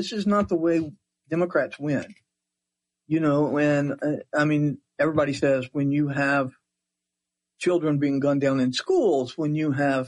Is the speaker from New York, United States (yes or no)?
no; Texas, United States; as a Texan, as an LGBTQ person.